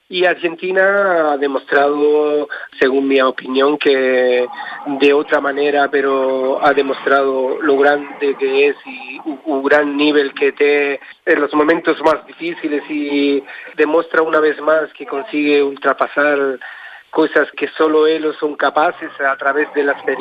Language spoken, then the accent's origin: Portuguese; Spain; Portuguese is a second language; moved away